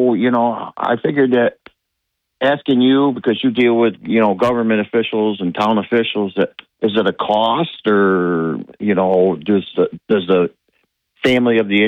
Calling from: Whitney Point, New York, United States; You told me to call back from Whitney Point.

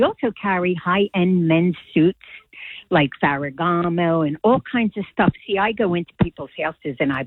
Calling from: Lahaska, Pennsylvania, United States; I'm from Dina's Dynasty in the Village People Antiques. And we're up in Lahaska near Doylestown, PA and Peddler's Village.

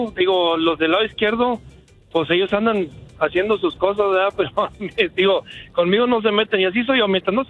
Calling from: Houston, Texas, United States; yo vivo en Houston

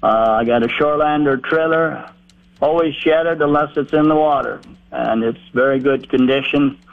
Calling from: Edgerton, Minnesota, United States; from Edgerton, Minnesota.

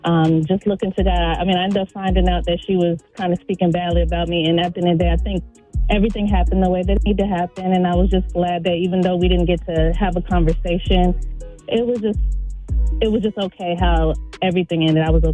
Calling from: Richmond, Virginia, United States; from Richmond, Virginia.

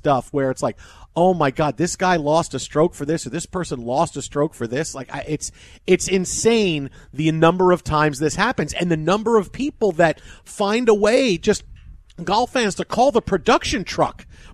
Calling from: Sioux Falls, South Dakota, United States; I'm just a golf fan. I'm watching from Sioux Falls.

